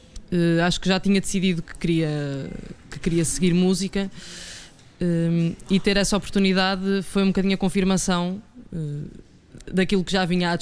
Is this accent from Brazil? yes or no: no; Carregal do Sal, Centro, Portugal; eu sou de Carregal do Sal, que é um concelho vizinho